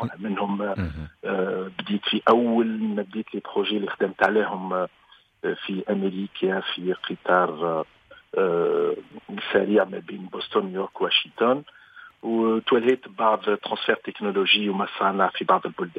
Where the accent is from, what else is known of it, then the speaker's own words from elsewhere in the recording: Tunisia; moved away as an adult; also born or lived in France; انا مهندس تونسي، مع تقريت في الدراسة نتاعي في الابتدائي والثانوي قريتهم في قرصة، في بعد الباك قريت في مدارس المهندسين في فرنسا،